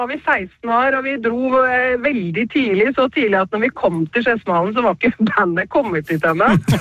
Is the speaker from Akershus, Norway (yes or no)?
yes; Kolbotn, Akershus, Norway; med veninner fra jeg vokste opp på Kolbotn.